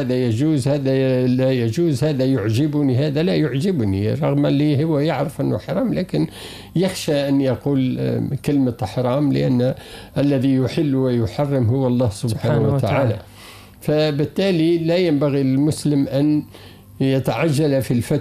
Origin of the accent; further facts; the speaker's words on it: Bizerte, Bizerte Governorate, Tunisia; عندنا في بنزرت